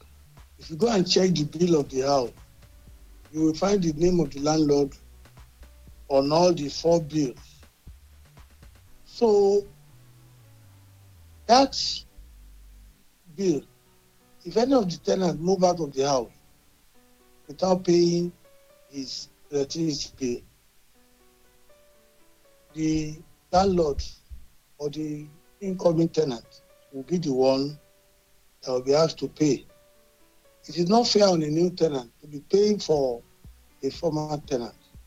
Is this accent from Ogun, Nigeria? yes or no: yes; Abeokuta, Ogun, Nigeria; I am from Abeokuta.